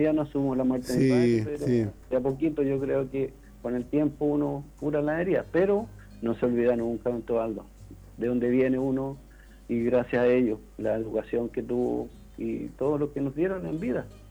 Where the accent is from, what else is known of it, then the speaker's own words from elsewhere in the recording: Palmilla, O'Higgins, Chile; now in Peralillo, Chile; Yo soy de tomo y lomo, del Guillo primero, de Palmilla, después soy de Peralillo.